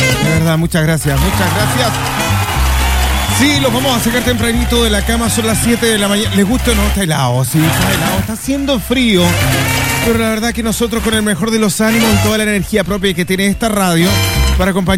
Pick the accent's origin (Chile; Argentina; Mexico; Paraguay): Chile; Magallanes and Chilean Antarctica; soy tan magallánico como me lo creo.